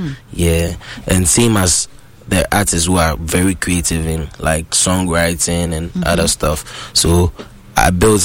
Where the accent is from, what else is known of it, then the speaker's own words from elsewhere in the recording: Accra, Greater Accra, Ghana; my hometown, Jamestown.